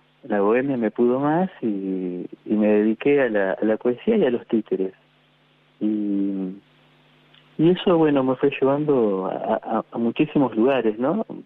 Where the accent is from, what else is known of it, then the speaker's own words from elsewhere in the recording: San Justo, Buenos Aires Province, Argentina; moved away as an adult; now in San Luis, Argentina; No, yo nací en el conurbano bonaerense, en La Matanza.